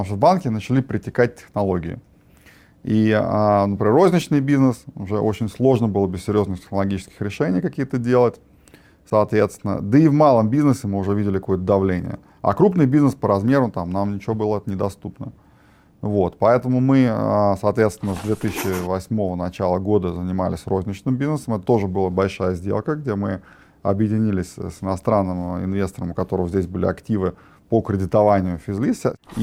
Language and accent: Russian; Kostroma, Kostroma Oblast, Russia; поскольку мы были из Костромы